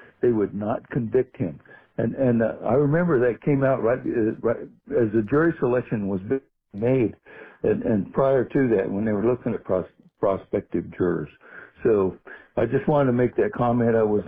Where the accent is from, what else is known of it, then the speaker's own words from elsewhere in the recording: San Antonio, Texas, United States; I'm from San Antonio.